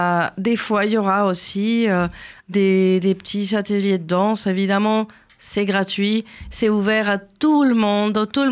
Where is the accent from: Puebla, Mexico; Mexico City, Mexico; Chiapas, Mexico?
Mexico City, Mexico; moved away; Moi, je viens de Mexico, donc ce n'est pas une ville qui est connue pour être très chaude. Mmh. On est en altitude, donc c'est une ville tempérée.